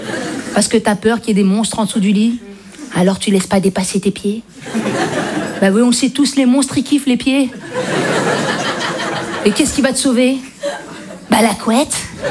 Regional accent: Belgium; Enfin, voilà, je viens de Belgique. Je suis d'origine maghrébine.

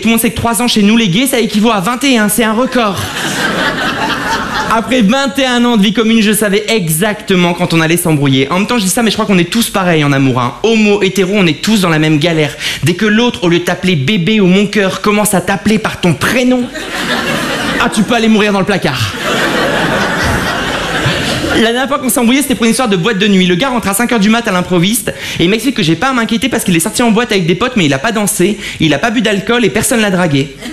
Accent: Avion, Hauts-de-France, France; born there

